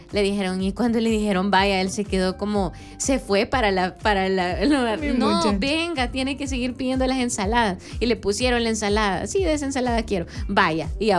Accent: El Salvador

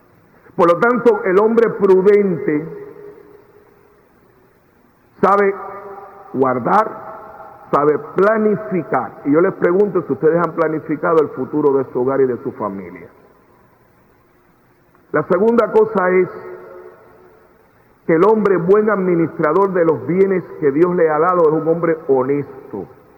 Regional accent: Cuba; born there; moved away; also born or lived in Puerto Rico; Yo soy cubano de nacimiento. Salí de Cuba en el 1961. Me adoptaron en Puerto Rico.

